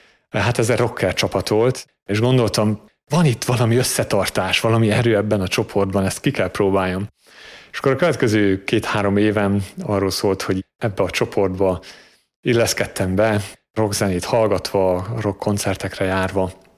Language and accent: Hungarian; Transylvania, Romania; also born or lived in England; now in Hungary; Erdélyben születtem és nevelkedtem, majd Isten 12 évre Angliába vezetett, és most 2 éve Magyarországon élünk a közösséggel. Katolikus családban születtem és nőttem fel